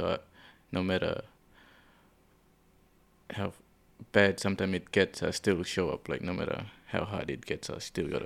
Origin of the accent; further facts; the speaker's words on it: Darwin, Northern Territory, Australia; We're the ones from Darwin, and then we meet the other squad down there.